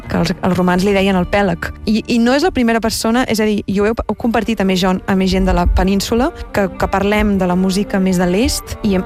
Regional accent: Catalonia, Spain; com a catalans o com a gent que vivim a la Mediterrània o hem crescut a la Mediterrània

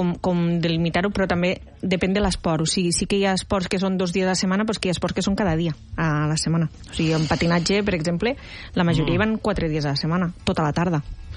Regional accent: Cervera, Catalonia, Spain; jo que vinc de Cervera

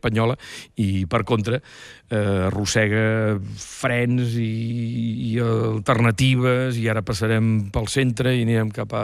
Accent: Catalonia, Spain; som del Camp de Tarragona

